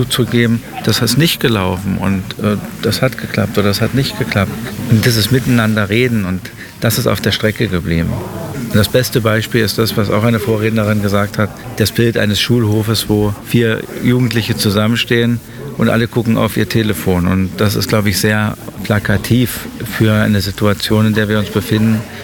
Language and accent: German; Aschersleben, Saxony-Anhalt, Germany; Wir dürfen uns nicht schämen, aus Aschersleben zu kommen, sondern wir kommen aus einer ganz tollen Stadt, die ganz viel zu bieten hat